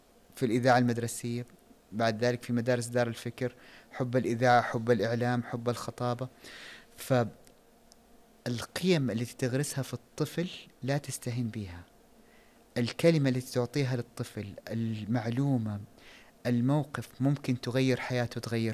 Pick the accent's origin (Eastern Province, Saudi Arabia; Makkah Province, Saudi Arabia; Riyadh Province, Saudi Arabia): Makkah Province, Saudi Arabia; Jeddah; born there; moved away as an adult; also born or lived in Taif, Saudi Arabia / Japan; طبعا كانت الولادة في الطائف، دراستي الابتدائية كانت في مدرسة الجاحظة الابتدائية.